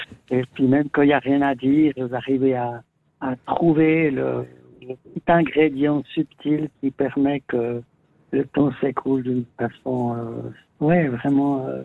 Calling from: Vaud, Switzerland; j'habite donc dans un petit village, dans le Gros de Vaud, depuis plus de 50 ans.

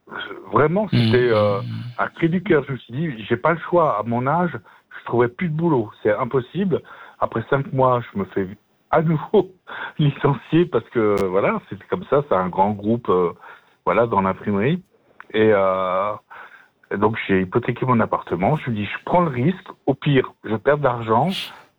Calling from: Châtel-Saint-Denis, Fribourg, Switzerland; Quand j'avais déménagé à Châtel

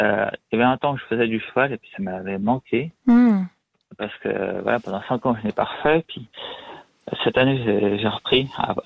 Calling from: Lausanne, Vaud, Switzerland; depuis Lausanne.

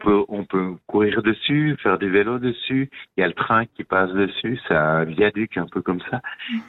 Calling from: Fribourg, Switzerland; Moi, je suis fribourgeois.

